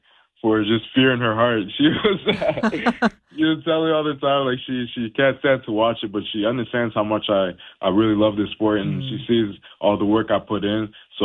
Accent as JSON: {"language": "English", "country": "Haiti", "also_born_or_lived": "United States", "lives_now": "Canada", "said": "I was born down in the States. We were just down there because I'm originally from Haiti. And my parents just came down to the States."}